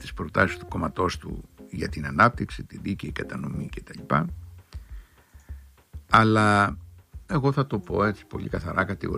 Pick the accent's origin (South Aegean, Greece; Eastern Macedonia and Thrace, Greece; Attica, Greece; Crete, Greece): Crete, Greece; κοντοχωριανή μας ένα Ανδρουλάκη, 4-5 χιλιόμετρα το χωριό του από το χωριό μου